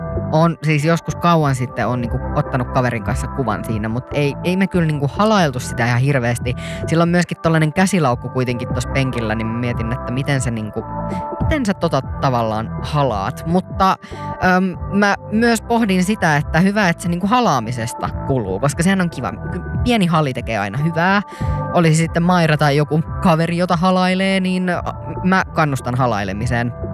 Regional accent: Pori, Satakunta, Finland; Porilainen on päästetty studioon. Ja hei, kotikaupungistani puheen ollen.

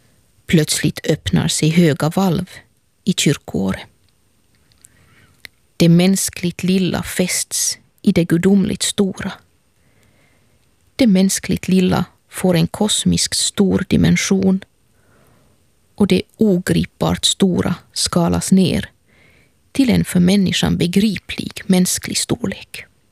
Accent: Helsinki, Uusimaa, Finland; och jag är från Helsingfors.

